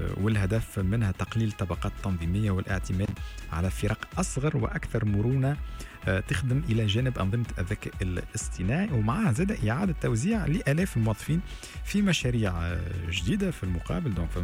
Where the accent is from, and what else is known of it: Tunisia